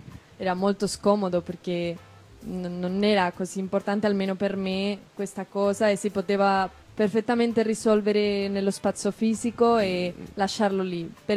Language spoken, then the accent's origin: Italian; Spain; Italian is a second language; e mi ero trovata con questa amica anche spagnola, sono spagnola, ok?